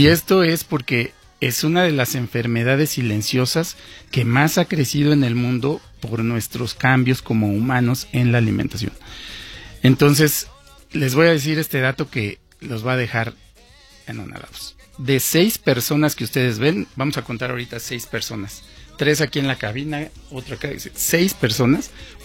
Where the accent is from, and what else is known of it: Mexico